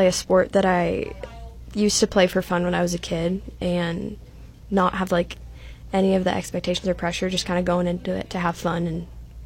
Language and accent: English; Forsyth, Illinois, United States; I'm from Forsyth.